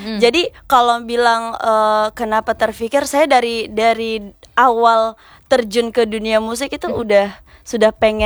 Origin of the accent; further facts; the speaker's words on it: Makassar, South Sulawesi, Indonesia; karena kebetulan saya orang Makassar.